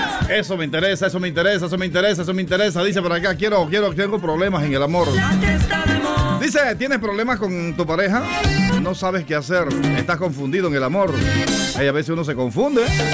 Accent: Santiago de Veraguas, Veraguas, Panama; en el área de Santiago de Veragua, allá en mi tierra

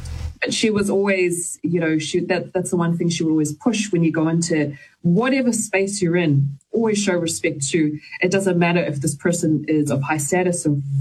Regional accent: New Zealand; now in Australia; I think growing up in New Zealand, myself and Johnson Raela, we were so used to wearing Pacific attire on TV.

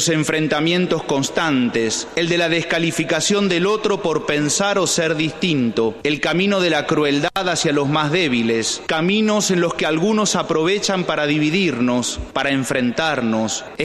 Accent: Argentina

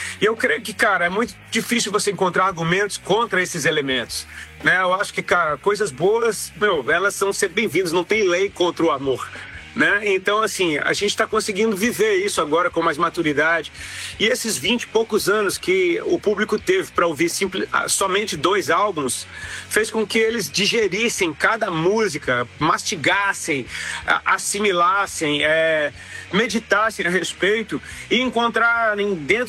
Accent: Brasília, Federal District, Brazil; born there; also born or lived in Paraíba (parents); now in Southern Brazil; Eu sou filho de nordestinos, meus pais vieram do sertão da Paraíba, sou nascido em Brasília e moro no Sul, sabe? Mas assim, o Sul é o lugar que eu escolhi

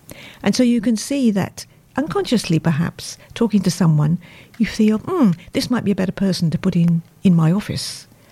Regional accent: United Kingdom; accent: British; moved away as an adult; now in Australia; After 50-odd years here in Australia, I think I'm still pretty identifiable as British originally.

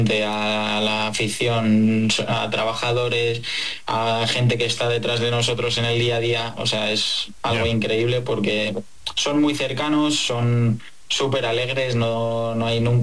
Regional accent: Spain; Ya no solo como aficionado, sino también claro. como español.

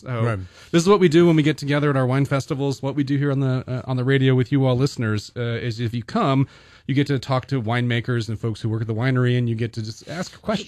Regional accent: Ohio, United States; now in New Mexico, United States; in Ohio. This is where I grew up

